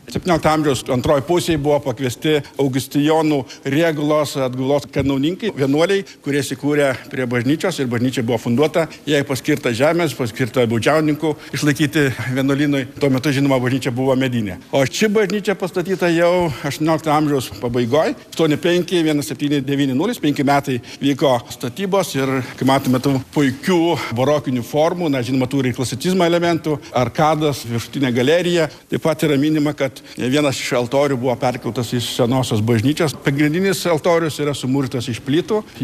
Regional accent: Rokiškis, Panevėžys County, Lithuania; Taip, gimęs ir augęs Rokiškyje. Šiuo metu gyvenu netoli Rokiškio, Bajorų kaime, ten porą kilometrų nuo jo.

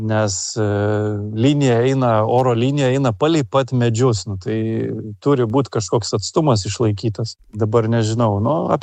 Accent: Jurkoniai, Kaunas County, Lithuania; esu iš Jonavos rajono Jurkonių kaimo.

